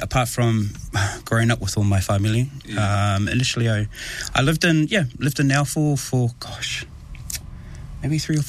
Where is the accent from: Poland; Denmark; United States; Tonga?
Tonga; moved away; It was hot. It was beautiful, and we were happy as a child growing up within that space.